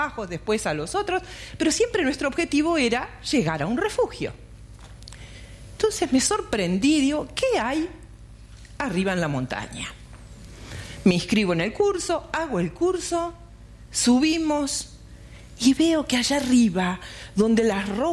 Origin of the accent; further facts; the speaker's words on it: Bariloche, Río Negro, Argentina; also born or lived in Buenos Aires; yo nací en Bariloche, hice mi escuela primaria acá, secundario también. La universidad, en realidad fui a estudiar profesorado de educación física, lo hice en Buenos Aires, volví